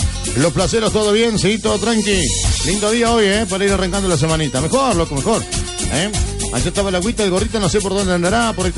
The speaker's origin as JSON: {"language": "Spanish", "country": "Argentina", "said": "somos todos argentinos"}